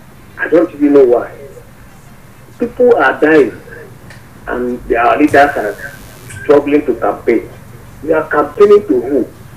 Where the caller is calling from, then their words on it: Okparo, Nigeria; I'm from Okparo.